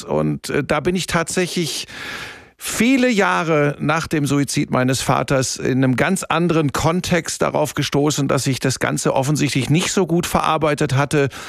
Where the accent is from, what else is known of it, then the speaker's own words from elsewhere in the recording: Hagen, North Rhine-Westphalia, Germany; moved away as an adult; also born or lived in Bottrop / Cologne; now in Munich, Germany; Ja, ich bin geboren in Bottrop. Das ist wirklich, das ist ja Inbegriff des Ruhrgebiets. Bin dann aufgewachsen in Hagen. Das ist so Tor zum Sauerland, ja. Ruhrgebiet. Und dann habe ich im Rheinland studiert, in Köln an der Sporthochschule und bin 1993 dann nach München gegangen